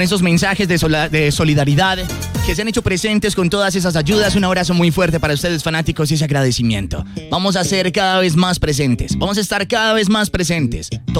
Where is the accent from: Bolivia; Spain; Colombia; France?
Colombia; No únicamente somos colombianos, somos hermanos, somos familia.